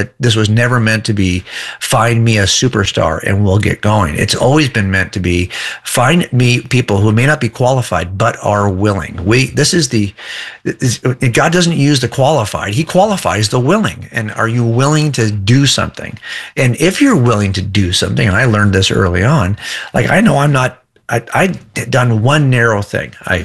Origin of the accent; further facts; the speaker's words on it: California, United States; I don't know, but I am a Californian.